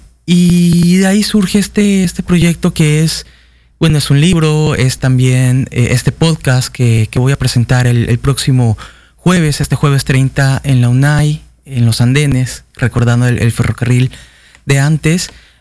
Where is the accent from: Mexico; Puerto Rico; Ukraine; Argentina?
Mexico; Mérida, Yucatán; yo nací y crecí en Mérida